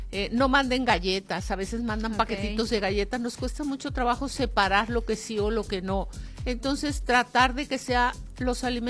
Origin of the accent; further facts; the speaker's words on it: Sinaloa, Mexico; nosotros como sinaloenses, como mexicanos